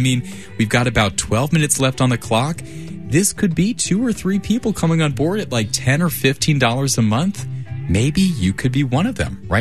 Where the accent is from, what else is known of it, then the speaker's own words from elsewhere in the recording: Charlotte, North Carolina, United States; I grew up in Charlotte. I was raised listening to WFAE as a backseat baby. I now work here, but this is a community that we really do care about.